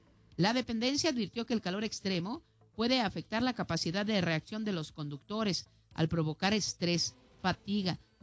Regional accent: Ciudad Juárez, Chihuahua, Mexico; a quienes somos originarios de aquí

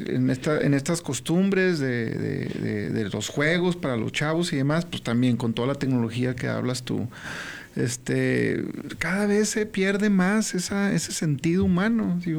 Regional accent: Mexico; para celebrar que somos independientes mexicanos y que tenemos...

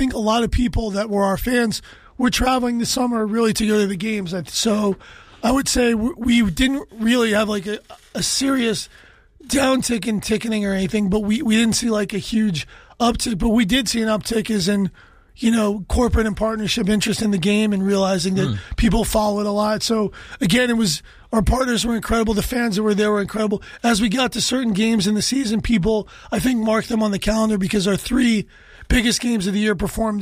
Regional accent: Goshen, New York, United States; I grew up in Goshen, New York, which is about an hour north of the city, and it's the Hall of Fame of the Trotter Horse.

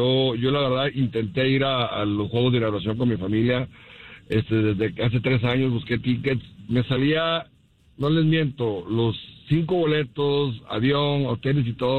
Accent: Mexico; Que jugó el Mundial de México 86, que es de allá de donde soy yo

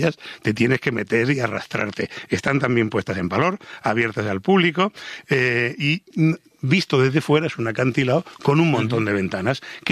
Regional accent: Region of Murcia, Spain

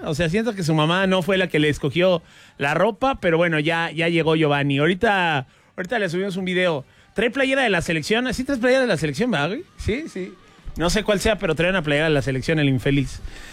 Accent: Mexico; nosotros también somos centroamericanos? O sea, sí nos hemos puesto a pensar que México está entre Norteamérica y Centroamérica.

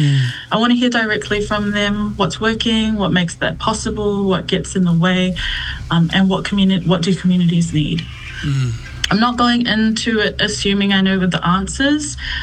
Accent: New Zealand; born there; I am a second generation Aotearoa-born Samoan. I am from the villages of Lalomanu, Asanga, Wa

